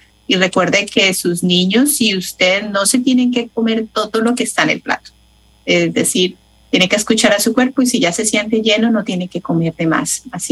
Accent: Colombia; Yo soy de Colombia y también el almuerzo es más fuerte

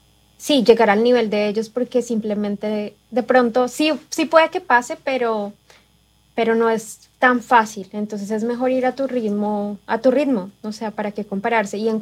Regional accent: Bogotá, Colombia; moved away; Bogotá, de donde soy yo, no es tan... Bueno, no sé ahora, pero cuando me fui no era tan así.

